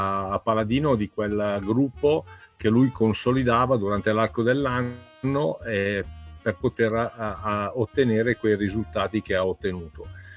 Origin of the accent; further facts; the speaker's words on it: Como, Lombardy, Italy; parlavamo il dialetto milanese, cioè che io sono di Como, lui è di Milano.